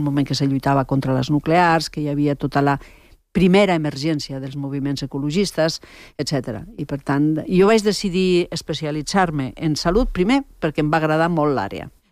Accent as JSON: {"language": "Catalan", "region": "Catalonia", "country": "Spain", "accent": "Ponent", "said": "I a més em sorprèn l'accent de Ponent que tinc. Tinc un accent de Ponent total."}